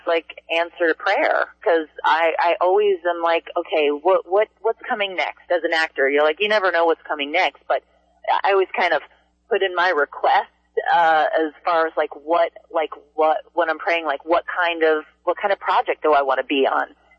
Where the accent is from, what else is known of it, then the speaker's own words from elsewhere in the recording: Hoboken, New Jersey, United States; born there; moved away; also born or lived in North Bergen, New Jersey / Florida; Yeah, I was born in Hoboken. I lived in North Bergen, and then we moved down to Florida.